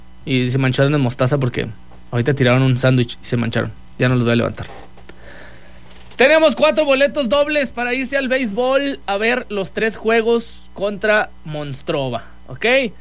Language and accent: Spanish; Andalusia, Spain; aquí somos españoles, Manolo, aquí somos españoles. Aquí no andamos a medias tintas. Aquí somos españoles, andaluces.